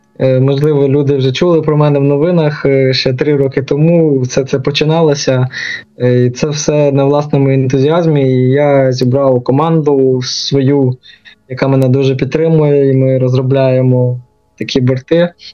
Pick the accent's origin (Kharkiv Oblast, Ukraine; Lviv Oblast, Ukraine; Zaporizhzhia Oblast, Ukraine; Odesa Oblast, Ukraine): Kharkiv Oblast, Ukraine; Kharkiv; я сам з Харкова